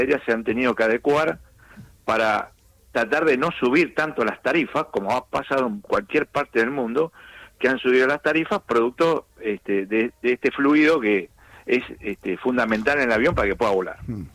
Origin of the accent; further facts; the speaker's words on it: Argentina; soy argentino yo también